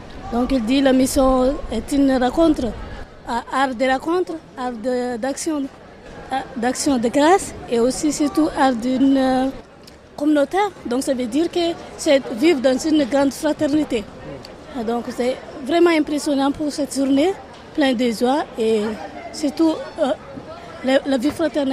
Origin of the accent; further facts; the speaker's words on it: Hénin-Beaumont, Hauts-de-France, France; je viens d'Hénin-Beaumont, donc...